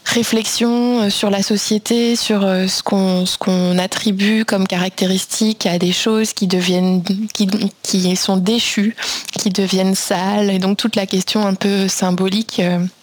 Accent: France; Mais au départ, je suis française et j'ai un parcours de sciences sociales au sens large

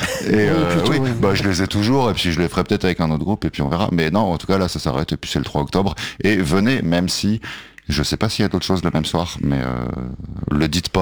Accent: south of France, France; accent: southern; Et pourquoi j'ai l'accent du sud, je sais pas.

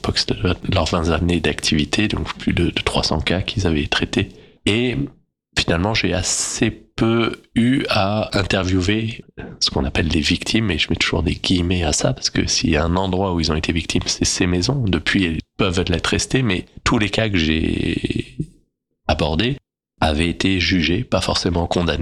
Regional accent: Île-de-France, France; l'île de France, là où j'ai grandi, et donc autour de Paris

